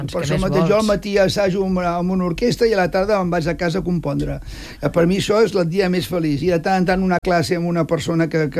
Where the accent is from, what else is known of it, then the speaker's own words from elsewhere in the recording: Catalonia, Spain; tothom sap de que sóc català.